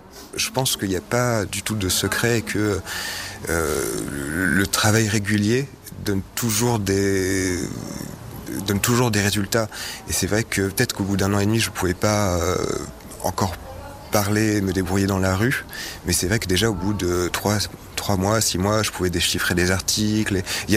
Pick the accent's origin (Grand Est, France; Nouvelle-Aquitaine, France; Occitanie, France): Nouvelle-Aquitaine, France; Bordeaux; born there; Alors, la première fois que j'ai eu un cours de tchèque, c'était dans ma ville natale à Bordeaux.